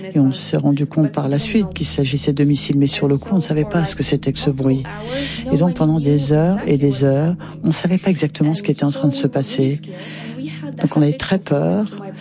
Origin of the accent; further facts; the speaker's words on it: Gaza City, Gaza Strip, Palestine; Je suis née à Derba, c'est-à-dire pas à Gaza City en tant que telle. Et jusqu'à l'âge de 3-4 ans. Et ensuite, on a déménagé à Gazaville, à Gaza City.